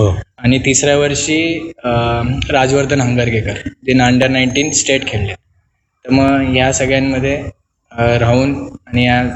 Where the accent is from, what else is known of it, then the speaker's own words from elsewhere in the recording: Sherpur, Maharashtra, India; Maharashtra premier league sir जेव्हा मी लहान होतो ना तेव्हा आधी व्हायची, तर त्या ज्या मॅचेस होत्या त्या आमच्या गाव शेरपूरला झाल्या होत्या.